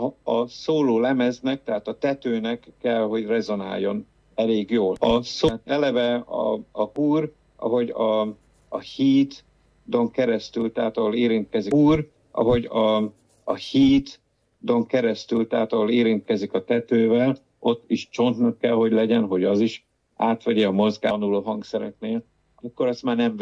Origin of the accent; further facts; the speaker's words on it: Baja, Bács-Kiskun, Hungary; egy kisvárosban nőttem fel, ugye Baja az nem egy nagyváros. Magyarországon viszonylatokban sem.